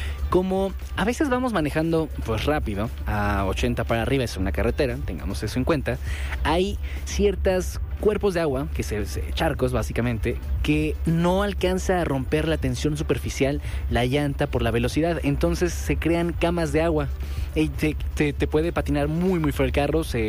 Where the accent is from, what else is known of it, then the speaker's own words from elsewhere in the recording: Tlalnepantla, State of Mexico, Mexico; Yo soy de Valle Dorado, de ahí, de esa colonia que se volvió famosa porque un reportero se cayó, porque hace unos 15 años se inundó la colonia por completo.